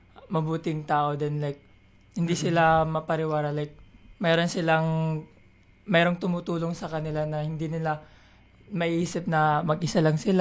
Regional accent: Manila, Metro Manila, Philippines; lumaki ako sa Manila

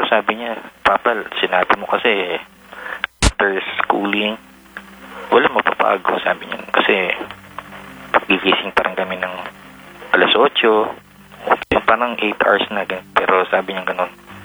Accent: Quezon City, Metro Manila, Philippines; QC din, QC.

